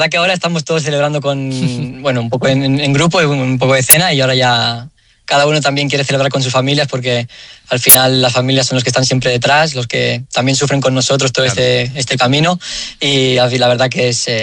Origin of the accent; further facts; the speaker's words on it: Barcelona, Catalonia, Spain; accent: Castilian; nací en Barcelona y fui al colegio en Barcelona desde pequeño. Y pues bueno, es lo que pasa, pero al final también las raíces argentinas no se pierden más que, aunque el acento suene diferente.